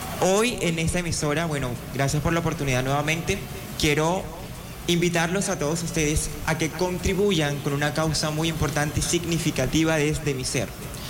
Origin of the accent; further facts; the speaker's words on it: Coveñas, Sucre, Colombia; Soy artista del Caribe, hija de Coveñas.